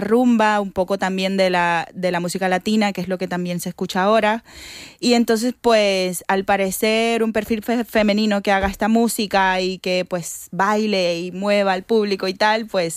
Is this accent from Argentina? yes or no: no; Barranquilla, Atlántico, Colombia; moved away as an adult; now in Spain; toda la música de mi tierra, del Caribe colombiano, porque yo soy de Barranquilla, el Caribe colombiano.